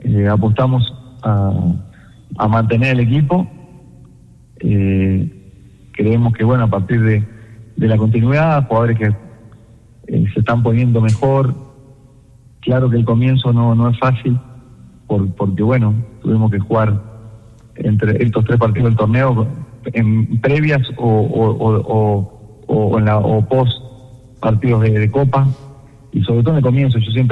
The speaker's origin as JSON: {"language": "Spanish", "country": "Uruguay", "said": "Bueno, soy uruguayo, como ustedes decían"}